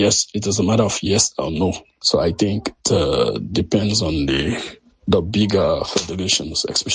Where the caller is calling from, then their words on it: Bo, Southern Province, Sierra Leone; I'm calling from Bose City, Southern Sierra Leone.